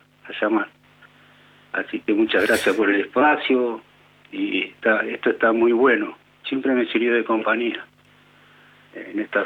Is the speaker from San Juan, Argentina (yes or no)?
no; Lanús, Buenos Aires Province, Argentina